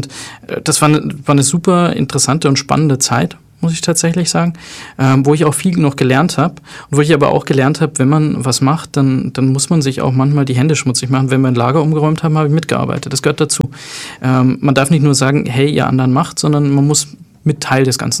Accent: Tunisia; Habe ich halt gesagt, meine Mutter kommt aus Tunesien. Ich bin Tunesier.

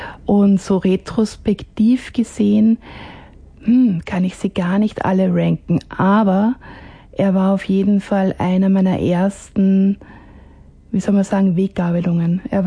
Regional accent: Vienna, Austria; born there; Ich bin aus Wien.

